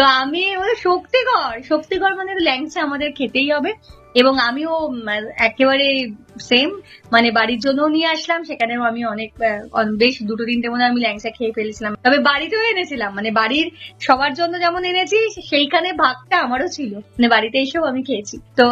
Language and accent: Bangla; West Bengal, India; আমাদের পশ্চিম বাংলায়